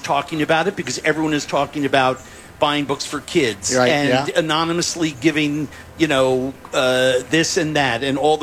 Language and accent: English; New York, United States; loves New York like me.